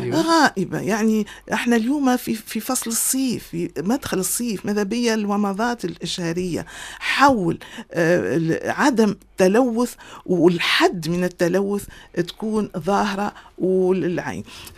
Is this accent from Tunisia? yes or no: yes; Tunisia; وأنا بالطبع كتونسية